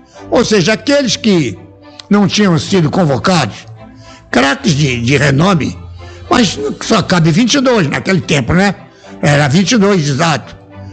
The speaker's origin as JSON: {"language": "Portuguese", "region": "Rio de Janeiro", "country": "Brazil", "tie": "born or raised there", "moved": "yes", "said": "Olha, eu estava na minha terra, no Rio de Janeiro, com 15 anos de idade."}